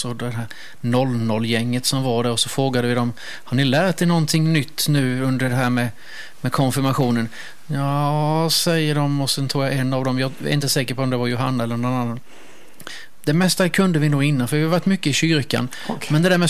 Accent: Vetlanda, Jönköping County, Sweden; Vi kommer ju från Vetlanda båda två.

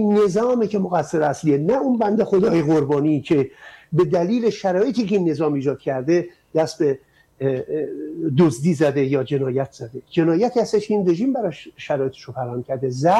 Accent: Amol, Mazandaran, Iran; born there; من مال آمولم توی مازندران

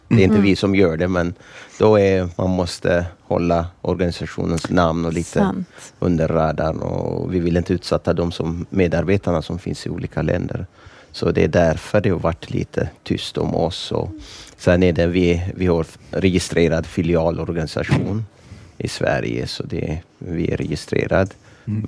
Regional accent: Ethiopia; Swedish is a second language; now in Sweden; jag är från Etiopien och har etiopisk bakgrund. Jag brukar kalla mig svensk pingsmissionsprodukt från Etiopien så jag är uppvuxen under kommunisttiden i Etiopien

